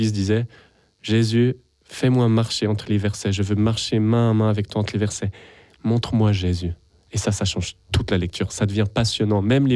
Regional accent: Switzerland; Je suis suisse, nous on dit 71, hein, mais 71. Mon épouse est française, donc j'apprends à dire les chiffres à la française.

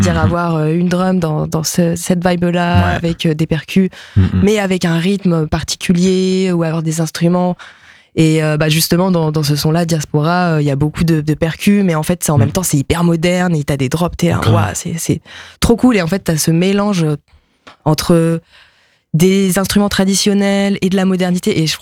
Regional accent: Pays de la Loire, France; first language Japanese; also born or lived in Belgium; il me semble que j'ai commencé à parler japonais d'abord. C'était vraiment ma langue maternelle, mais en fait, mes parents étaient en Belgique, ils ont bougé à Nantes, à côté de Nantes quand j'avais 4 ans. Donc oui, j'ai vraiment grandi.

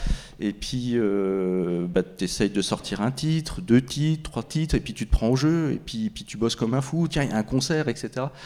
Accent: Bourgogne-Franche-Comté, France; moved away as an adult; now in Laval, France; Mon épouse, mes enfants, on est arrivés sur Laval, parce qu'on est originaire de la Bourgogne.

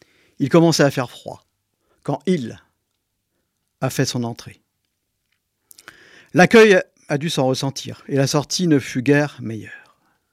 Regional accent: Pays de la Loire, France; Jean-Michel, qui est venu au moins une fois chez nous

